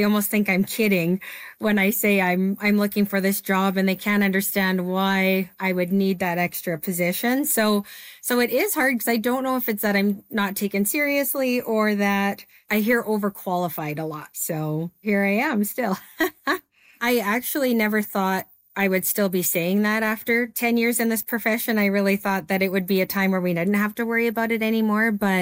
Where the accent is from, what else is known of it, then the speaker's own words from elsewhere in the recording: Lethbridge, Alberta, Canada; I am from Lethbridge, Alberta.